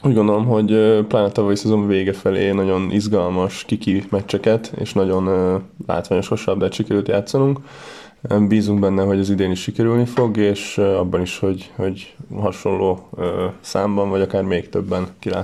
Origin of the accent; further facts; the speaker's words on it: Kaposvár, Somogy, Hungary; mi kaposvári születésű és nevelt játékosok vagyunk.